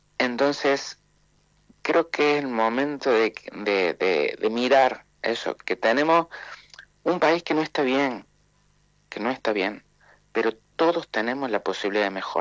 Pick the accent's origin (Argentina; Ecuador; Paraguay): Argentina; somos argentinos